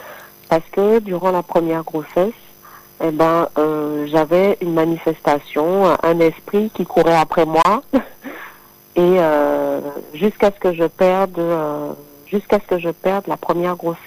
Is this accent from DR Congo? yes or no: no; Guadeloupe; j'ai grandi en Guadeloupe